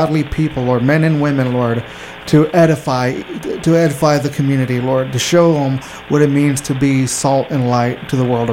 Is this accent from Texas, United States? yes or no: yes; Laredo, Texas, United States; born there; So I was born in Laredo, Texas. All right. So it's a border city. It's right across from the border.